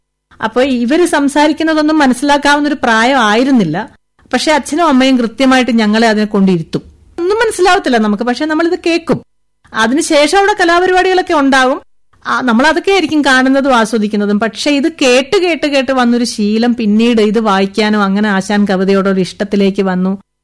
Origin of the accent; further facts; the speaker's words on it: Pallana, Kerala, India; ഞങ്ങളുടെ നാട്ടില് ഈ പല്ലന പാനൂർ ഭാഗത്ത് ആദ്യമായിട്ട് സൈക്കിൾ ചവിട്ടുന്ന ഒരു പെണ്ണ് ഞാനാണ്.